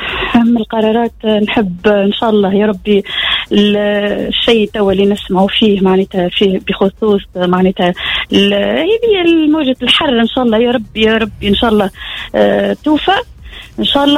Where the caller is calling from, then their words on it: Sfax, Sfax Governorate, Tunisia; انا من صفاقس.